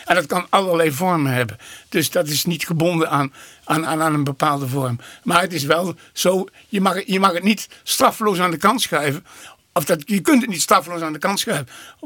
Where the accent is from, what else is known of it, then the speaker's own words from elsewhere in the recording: Venlo, Limburg, Netherlands; En dus in het stadje Venlo, waar ik geboren ben en getogen ben.